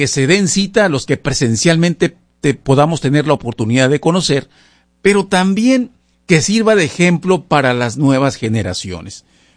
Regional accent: Mexico; al lugar donde hemos nacido, principalmente que es nuestro propio país de origen, obviamente. se los digo como mexicano

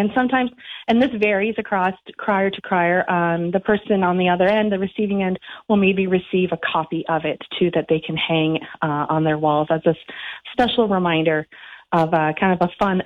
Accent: Collingwood, Ontario, Canada; moved away as an adult; also born or lived in Ottawa, Canada; now in Hanover, Canada; Collingwood, Ontario, my hometown.

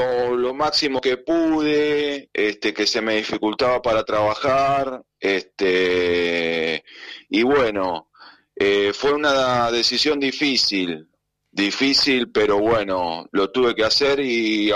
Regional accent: Lanús, Buenos Aires Province, Argentina; moved away; yo tengo pensado mudarme a Lanús. Porque yo viví y me crié en Lanús

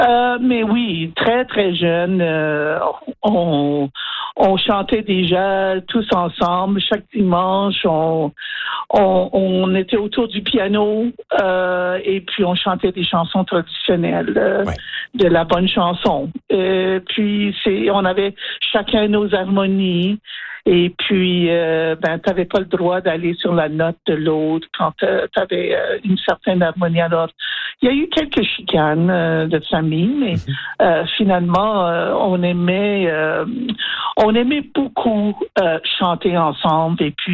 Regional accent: Saskatchewan, Canada; Mais on a toujours dit, écoutez, on est des Francescois. Puis, c'est quoi un Francescois? Alors, on a beaucoup, beaucoup fait pour conscientiser, je pense, les masses au fait que le français ne s'arrêtait pas au Manitoba, mais qu'il y avait, aussi en Saskatchewan.

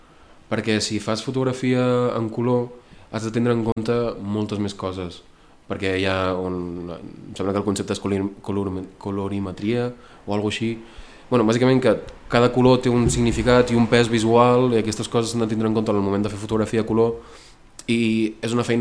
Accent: L'Arboç, Catalonia, Spain; jo no soc de Tarragona, ja dic Tarragona per tal, però soc un poble petitó de 5.000 habitants de l'Arboç

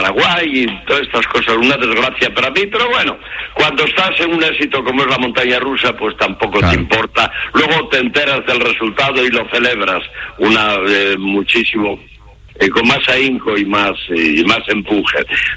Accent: Asturias, Spain; Ya sabes que yo soy tan asturiano.

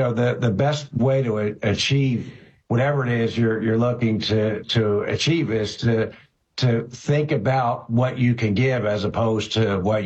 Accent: Philadelphia, Pennsylvania, United States; Philadelphia, PA. I am the oldest of three.

